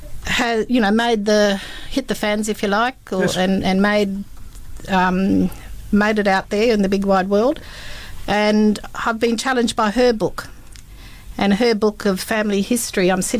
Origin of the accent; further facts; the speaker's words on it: Western Australia, Australia; But I'd already written a poem about my earliest recollections of where I grew up on Ballardong country.